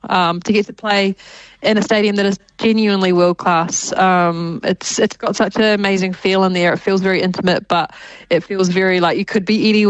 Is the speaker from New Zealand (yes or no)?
yes; New Zealand; growing up in New Zealand